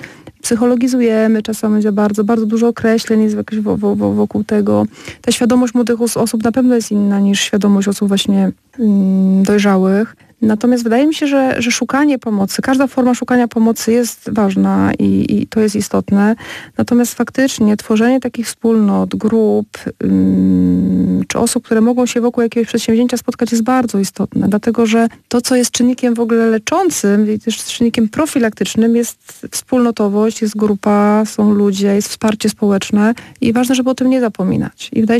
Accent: Kluczbork, Opole Voivodeship, Poland; bo ja pochodzę z Kuszborka i tam dyskusyjny klub filmowy przed wielu laty był, akurat filmowy.

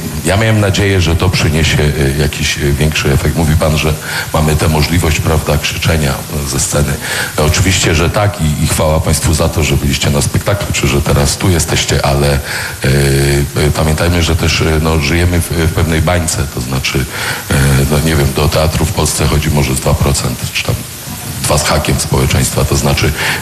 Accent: Silesian Voivodeship, Poland; jako Ślązacy można powiedzieć, że no właśnie, czy to jest bunt, czy nie jest.

